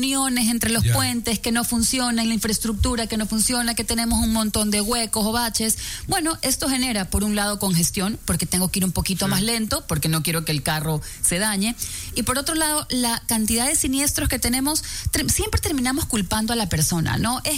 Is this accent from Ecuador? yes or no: yes; Guayaquil, Guayas, Ecuador; porque yo como buena guayaquileña soy súper orgullosa.